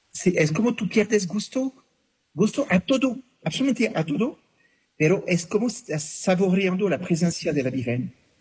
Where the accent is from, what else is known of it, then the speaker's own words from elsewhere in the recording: Nouvelle-Aquitaine, France; Spanish is a second language; también sentimos que íbamos a salir de Bergerac, venimos de cerca de Burdeos, en Francia, y vamos a irnos.